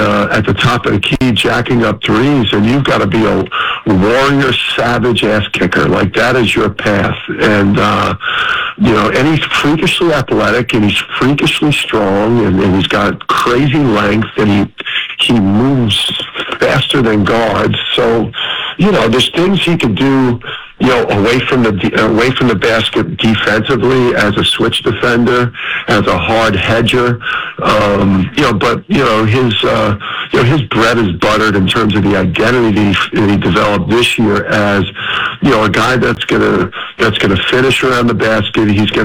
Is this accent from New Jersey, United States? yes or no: yes; New Jersey, United States; I'm a hoops junkie, and I'm from Jersey.